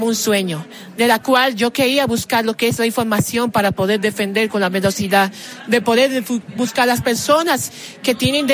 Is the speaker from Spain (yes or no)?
no; Dominican Republic